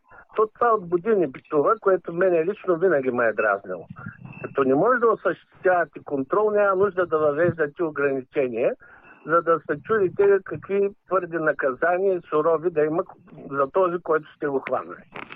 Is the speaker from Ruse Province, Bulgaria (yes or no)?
yes; Ruse, Ruse Province, Bulgaria; now in Balchik, Bulgaria; Все пак аз съм русенец, съм израсъл на Дунава.